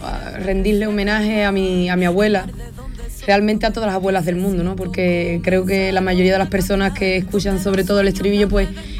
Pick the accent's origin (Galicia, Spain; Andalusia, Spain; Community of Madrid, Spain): Andalusia, Spain; Huelva; Hablo de mi tierra, ¿no? Y de mi playa.